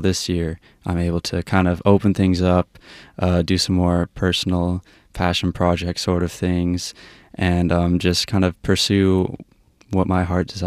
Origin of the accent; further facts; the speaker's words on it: Alberta, Canada; now in Toronto, Canada; even though I'm from Alberta. Mm-hmm. I grew up there.